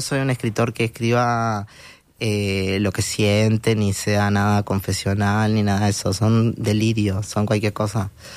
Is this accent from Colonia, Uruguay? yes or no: no; Tacuarembó, Uruguay; moved away; also born or lived in Montevideo, Uruguay / Buenos Aires, Argentina; yo soy de Tacuarembó, entonces como que soy de ahí, ya sé que en algún momento voy a venir a Montevideo. Cuando estaba en Montevideo sabía que tenía que irme y nunca pensé que iba a volver a Uruguay.